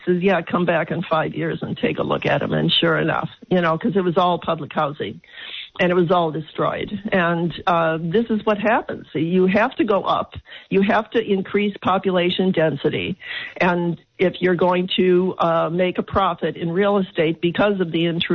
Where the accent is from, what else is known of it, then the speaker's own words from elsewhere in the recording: Chicago, Illinois, United States; moved away; when I grew up in Chicago.